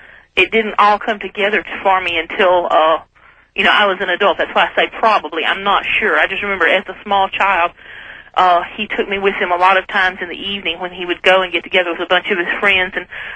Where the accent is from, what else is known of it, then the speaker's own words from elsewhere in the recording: Alabama, United States; moved away; Okay, I'm in Georgia, but at that time I was born and raised in North Alabama, Coleman County.